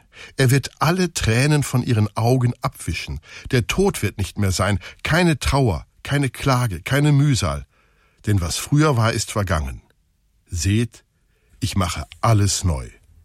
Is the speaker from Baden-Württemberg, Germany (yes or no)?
no; Duisburg, North Rhine-Westphalia, Germany; Straße, die nach ihm benannt ist, groß geworden bin, sondern weil er aus Ruhrort stammt, das heute zu meiner Heimatstadt gehört, zu Duisburg.